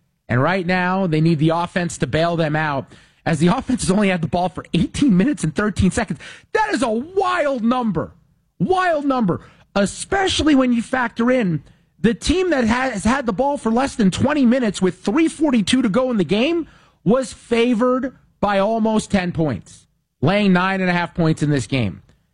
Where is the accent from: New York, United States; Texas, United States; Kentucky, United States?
New York, United States; I grew up in New York in the 90s, early 2000s.